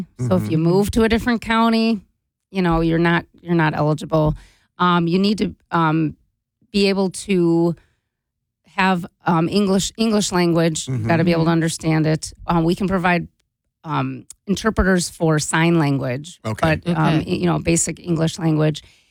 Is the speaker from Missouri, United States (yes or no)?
no; Cleveland, Ohio, United States; There's people, I served on a jury in my hometown of Cleveland.